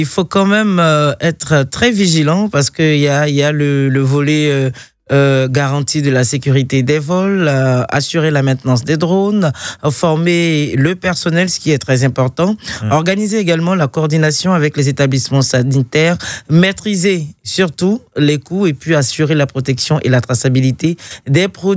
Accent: Côte d’Ivoire; en tant qu'Ivoirienne et citoyenne

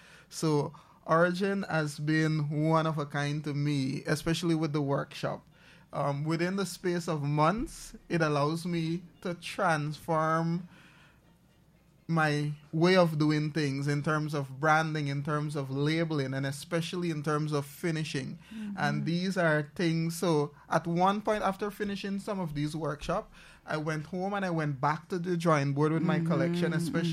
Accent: Guyana; I'm originally from Burbies, the west coast of Burbies. Mm-hmm. I grew up as a church boy.

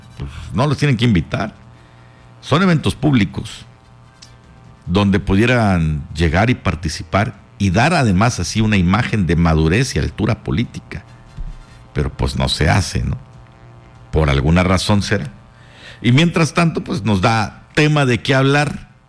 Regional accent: Chetumal, Quintana Roo, Mexico; para los que somos de Chetumal suena romántico

